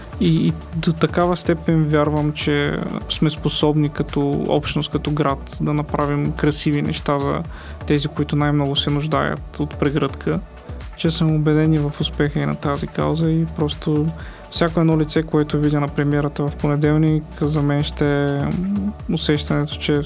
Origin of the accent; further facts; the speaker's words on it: Lovech, Lovech Province, Bulgaria